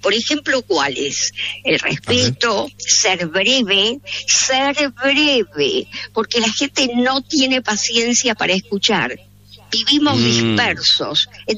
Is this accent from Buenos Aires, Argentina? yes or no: yes; Buenos Aires, Argentina; Soy típica porteña que habla rápido.